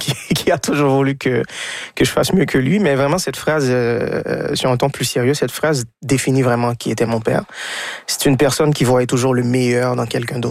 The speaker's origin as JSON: {"language": "French", "country": "Haiti", "tie": "born or raised there", "moved": "as an adult", "lives_now": "Canada", "said": "Moi, je suis né et élevé en Haïti, donc j'ai laissé autour de 19 ans. Ma mère habitait déjà le Québec."}